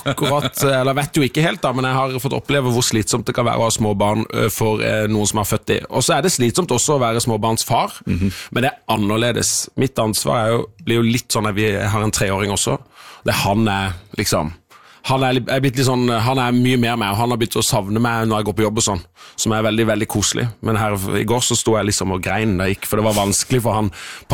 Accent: Søgne, Agder, Norway; Vi hadde øvingstid i Søgne, der jeg kommer fra.

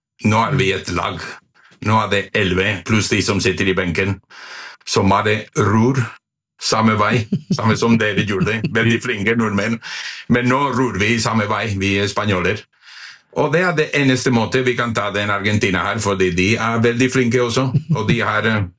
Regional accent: Madrid, Community of Madrid, Spain; Norwegian is a second language; now in Norway; Du vet, jeg er fra Madrid, og så er jeg en Real Madrid-supporter.

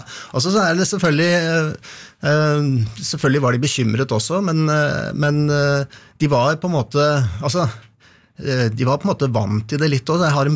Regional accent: Asker, Akershus, Norway; Jeg er fra Asker.

